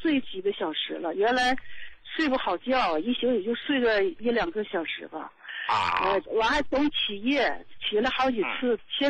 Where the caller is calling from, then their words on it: Qiqihar, Heilongjiang, China; 我是黑龙江的，那啥，齐齐哈尔的，71岁了